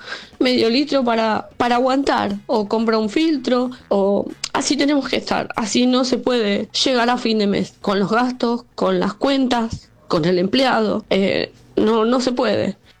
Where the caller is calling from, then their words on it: Florencio Varela, Buenos Aires Province, Argentina; Soy de Florencio Varela.